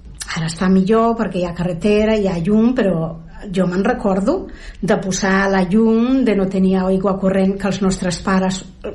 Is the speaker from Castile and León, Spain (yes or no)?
yes; Castile and León, Spain; moved away; Era una població de Galícia, però les gestions i tots, com... en el carnet figura que som de León, però estem a la Franja, diguem. Aquest poble està entre León, entre Orense i Lugo, que ja són poblacions, bueno, gallegues.